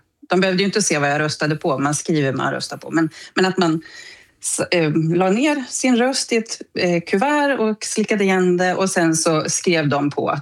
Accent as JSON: {"language": "Swedish", "country": "Sweden", "moved": "yes", "lives_now": "New Zealand", "said": "som svensk medborgare så tycker jag att det är min plikt, men framförallt en förmån att få rösta fortfarande i Sverige."}